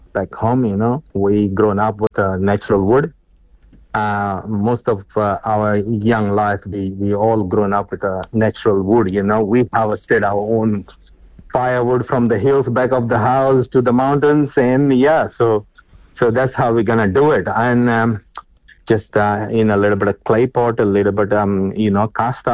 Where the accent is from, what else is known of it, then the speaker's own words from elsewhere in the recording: Goa, India; now in Hawke's Bay, New Zealand; I come from originally from Goa, India. I'm a village kid, you know, typical village kid. And yeah, so we grown up with foraging fresh berries to the fruit, to everything. And, you know, I'm born in a farming family as well as in a farming community.